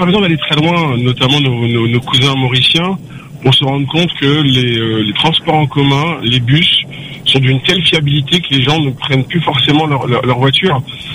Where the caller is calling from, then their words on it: Saint-André, Réunion; j'habite Saint-André, je travaille sur Saint-Denis.